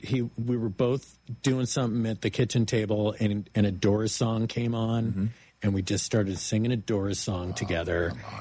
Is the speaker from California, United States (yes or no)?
yes; Oakland, California, United States; born there; I was born in Oakland.